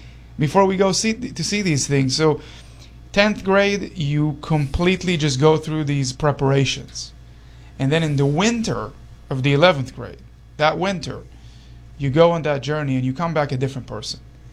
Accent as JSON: {"language": "English", "country": "Israel", "tie": "born or raised there", "moved": "yes", "said": "where I grew up in Israel."}